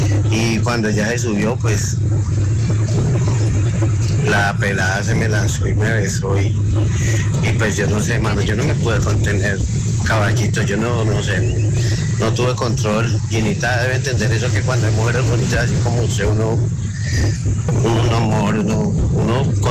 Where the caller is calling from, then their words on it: Ibagué, Tolima, Colombia; Yo soy de la ciudad de Ibagué.